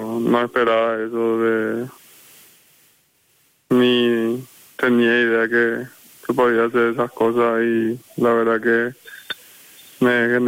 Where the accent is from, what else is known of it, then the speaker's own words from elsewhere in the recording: Villa Elisa, Central, Paraguay; Yo, Villa Elisa.